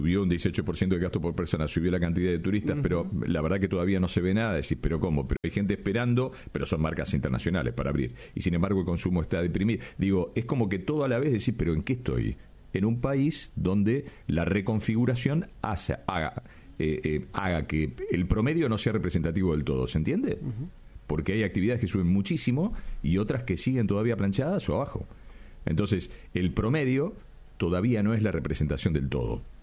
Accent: Rauch, Buenos Aires Province, Argentina; Por mi pueblo.

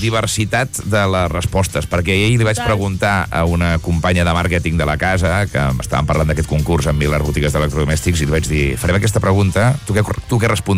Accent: Vic, Catalonia, Spain; Com es nota que sóc de Vic, hòstia?

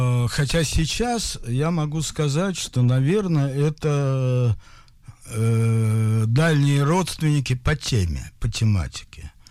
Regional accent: Moscow, Russia; Я родился в Москве. Учился в замечательной второй школе, если кто знает, что это такое.

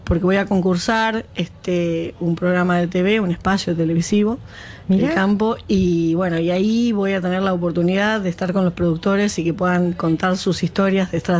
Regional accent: Tapalqué, Buenos Aires Province, Argentina; Y no, acá me doy cuenta que también de mi pueblo, que es Tapalqué, soy la única productora que ha llegado con vacunos, con un animal bovino, digamos, acá a la rural.

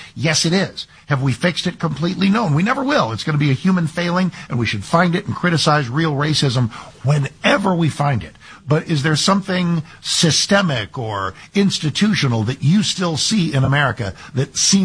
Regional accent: Texas, United States; born there; I'm 68. And when I was born in Texas in November 1957, just a couple of months earlier, the National Guard had to be called

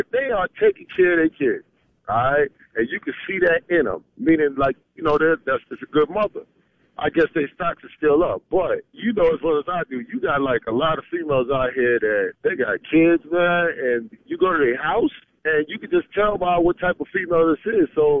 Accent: New York, United States; now in Brunswick, United States; Well, right now I'm in Brunswick, Georgia. I come from New York.

